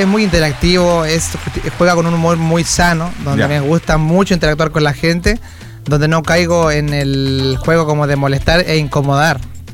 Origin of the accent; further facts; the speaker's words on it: Coquimbo, Chile; moved away; Yo soy oriundo de Coquimbo.